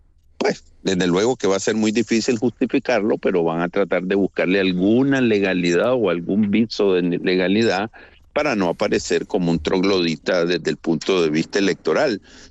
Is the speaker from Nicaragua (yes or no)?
yes; Nicaragua; no somos nicaragüenses porque nos quitó la nacionalidad